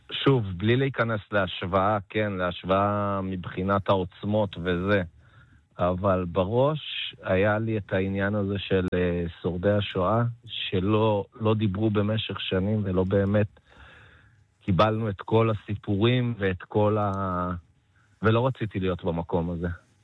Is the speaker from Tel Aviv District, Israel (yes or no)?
no; Yesod HaMa'ala, Northern District, Israel; לא גדלתי שם, גדלתי בסוד המעלה.